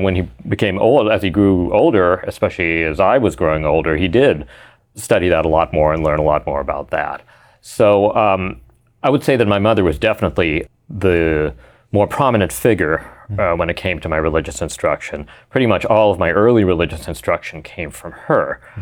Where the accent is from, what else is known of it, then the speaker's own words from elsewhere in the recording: Vancouver, British Columbia, Canada; I grew up in Vancouver in Canada, and both my parents were Muslim in their background, although they came from rather different places, both geographically and in terms of their religious preparation. So my mother's from South Africa